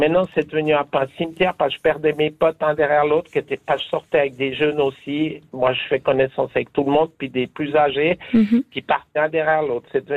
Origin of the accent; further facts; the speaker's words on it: Neuchâtel, Switzerland; Ouais, je suis de Neuchâtel. Je viens d'arriver.